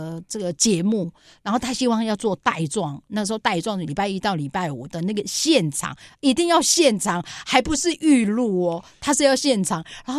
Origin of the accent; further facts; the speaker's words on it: Taiwan; born there; moved away; 我小时候在国小请说国语的那个年代、 嗯、 我被同学检举讲山地话罚站一个小时